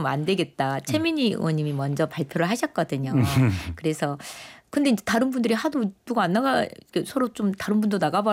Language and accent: Korean; Honam, South Korea; 저는 호남 사람이거든요